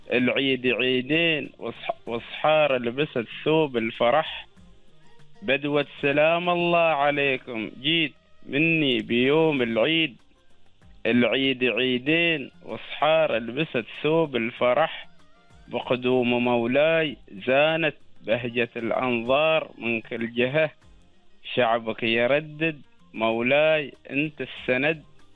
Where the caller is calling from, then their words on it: Al-Musanaah, South Al Batinah, Oman; أكلمك من ولايتي، ولاية المصنعة، منطقتي، منطقة شرس الهدابة.